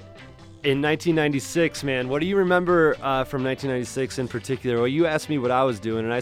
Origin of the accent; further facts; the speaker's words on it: Denver, Colorado, United States; from Denver, Colorado, my hometown band, my hometown legends back in the day.